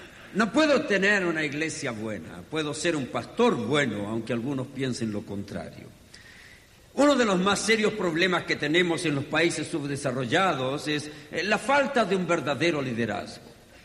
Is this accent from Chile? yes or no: yes; Chile; moved away as an adult; Nací en mi país, aquí en Chile, crecí